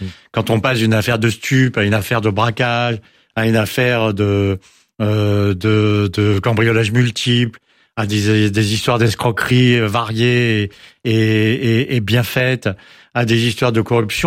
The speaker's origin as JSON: {"language": "French", "town": "Versailles", "region": "Île-de-France", "country": "France", "tie": "born or raised there", "also_born_or_lived": "Paris"}